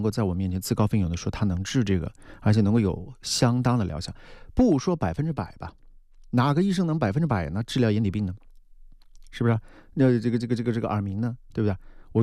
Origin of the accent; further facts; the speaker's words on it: Wuhan, Hubei, China; 我们武汉人